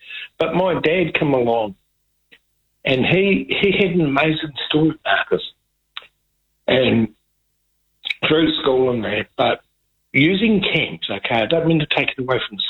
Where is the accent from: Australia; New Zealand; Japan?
New Zealand; Manurewa, Auckland; I was raised in Manurewa. In South Auckland.